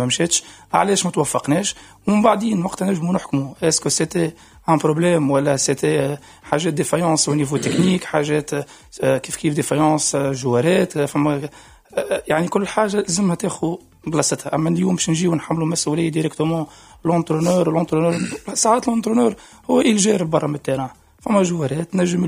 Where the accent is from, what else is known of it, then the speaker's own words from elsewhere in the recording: Tunisia; احنا عندنا في تونس